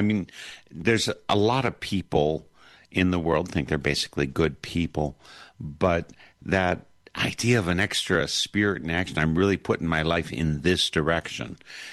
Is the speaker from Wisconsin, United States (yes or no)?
yes; Wisconsin, United States; I grew up in the Midwest. Wisconsin is home to me all along.